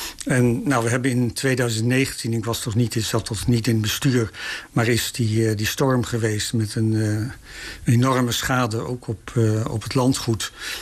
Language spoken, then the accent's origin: Dutch; Belt-Schutsloot, Overijssel, Netherlands; Nee, ik kom niet uit Vollenhoven, ik kom uit Belschutsloot.